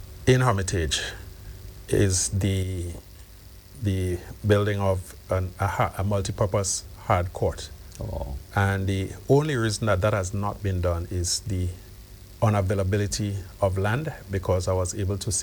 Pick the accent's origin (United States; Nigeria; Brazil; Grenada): Grenada; Chantimelle, Saint Patrick; I'm from Chantemelle, the land of the short knee.